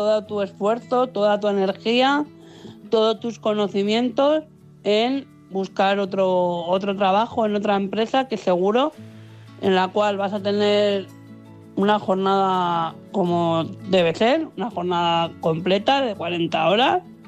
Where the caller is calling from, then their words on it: Madrid, Community of Madrid, Spain; de Madrid.